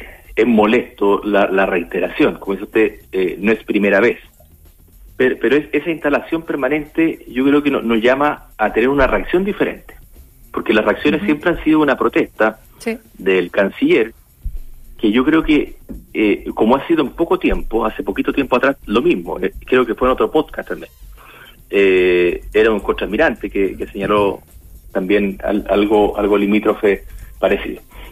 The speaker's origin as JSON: {"language": "Spanish", "region": "Magallanes and Chilean Antarctica", "country": "Chile", "said": "como magallánico, como chileno"}